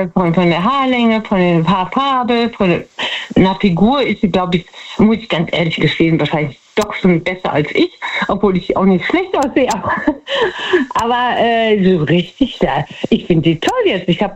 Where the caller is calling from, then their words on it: Betzdorf, Rhineland-Palatinate, Germany; Aus Betzdorf.